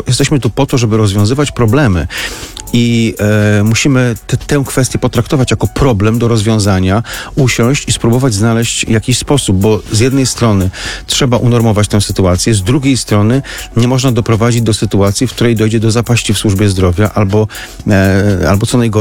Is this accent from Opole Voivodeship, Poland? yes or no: no; Warmian-Masurian Voivodeship, Poland; Ja jestem z Mazur